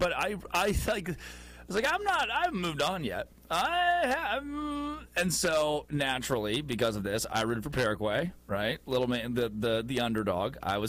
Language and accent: English; Bosnia & Herzegovina; now in United States; I am from Bosnia, take me to America.